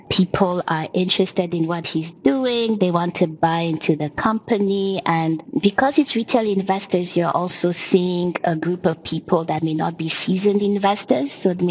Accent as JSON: {"language": "English", "country": "Nigeria", "tie": "born or raised there", "said": "I went to my hometown literally 7 hours away from here, and there were so many points to buy Dangote cement. So the company and the name, his name, is very visible in Nigerians' everyday life."}